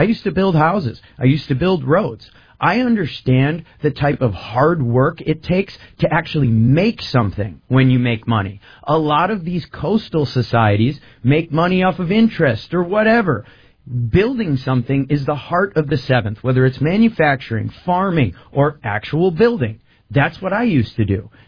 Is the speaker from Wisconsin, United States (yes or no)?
yes; Land O'Lakes, Wisconsin, United States; also born or lived in Wausau, United States; I grew up in Land O'Lakes. I then moved to Wausau, Wisconsin. I played hockey for Mosinee High School. I played baseball for Newman Catholic. In Wausau, I know pretty much everyone there.